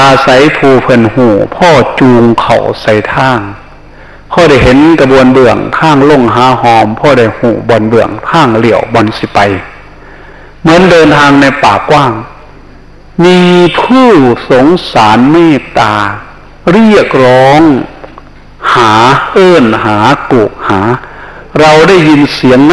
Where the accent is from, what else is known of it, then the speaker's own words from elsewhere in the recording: Isan, Thailand; อีสานบ้านเรานี่นะขอพูดภาษาลาวสักครั้งหนึ่ง